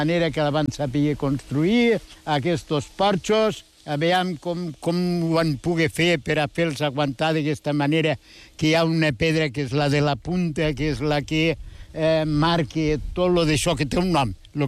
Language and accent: Catalan; Tàrrega, Catalonia, Spain; moved away as an adult; now in Guimerà, Spain; sóc de Targa, però a Targa hi fa molta calor i a l'estiu no s'hi pot viure.